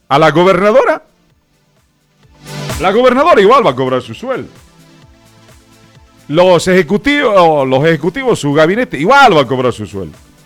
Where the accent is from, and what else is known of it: Tarija, Bolivia